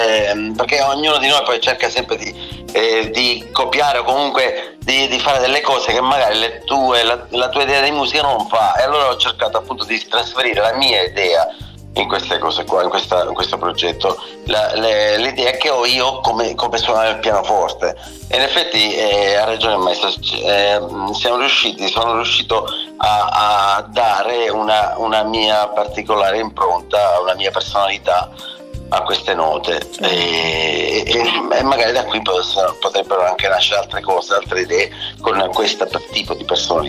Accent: Sicily, Italy; non sono nato per la montagna, io guardavo il mare sin da piccolo dove ero in Sicilia

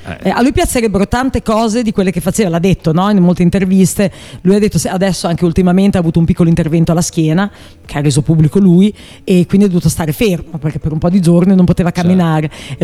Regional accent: Bologna, Emilia-Romagna, Italy; Sono bolognese di Piazza Zagrita.

